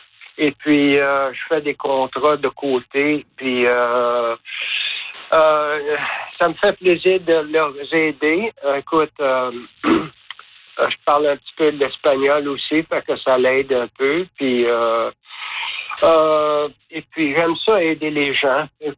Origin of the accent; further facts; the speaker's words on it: Quebec, Canada; born there; now in British Columbia, Canada; Je suis né au Québec. Puis, mais ça fait depuis 1980 que je suis ici, en Colombie-Britannique.